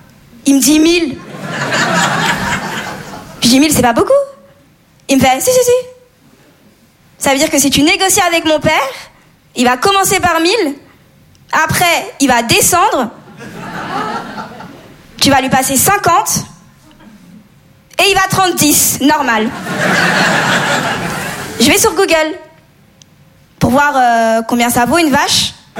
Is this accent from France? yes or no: no; Comoros; D'ailleurs, moi, comme je vous dis, je viens des Comores. Et nous, on est vraiment connus pour célébrer de très, très grands mariages.